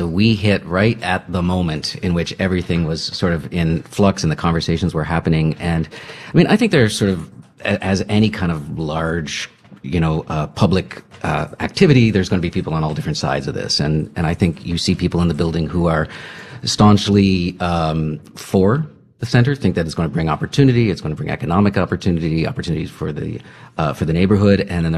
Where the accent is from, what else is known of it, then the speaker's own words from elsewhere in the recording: New York, United States; moved away as an adult; now in Chicago, United States; I come from New York, and so I lived in a co-op. I was used to it. When we moved to Chicago